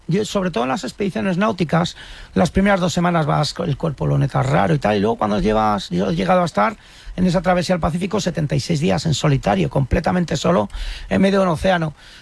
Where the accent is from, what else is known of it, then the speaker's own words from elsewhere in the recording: Íscar, Castile and León, Spain; Sí, sí, es un territorio duro. Soy castellano y ahí nos hacemos duros.